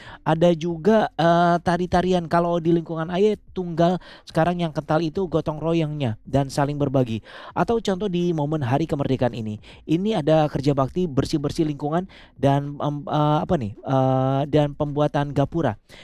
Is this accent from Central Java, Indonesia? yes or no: yes; Surakarta, Central Java, Indonesia; Seperti saya ya, orang Jawa nih, Solo ya. Waktu menikahkan putra kami memakai adat Jawa.